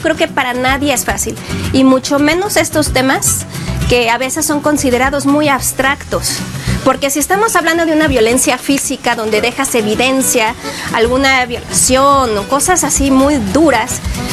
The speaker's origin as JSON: {"language": "Spanish", "country": "Mexico", "said": "soy mexicana"}